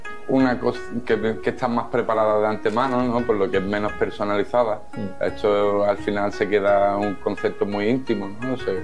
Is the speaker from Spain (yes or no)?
yes; Jerez de la Frontera, Andalusia, Spain; yo soy de aquí de Jerez